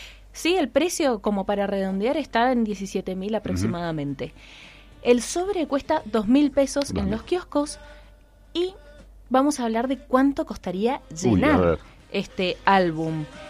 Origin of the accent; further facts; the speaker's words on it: Argentina; nos ponemos más argentinos, y bueno, somos intensos los argentinos, lo sabemos.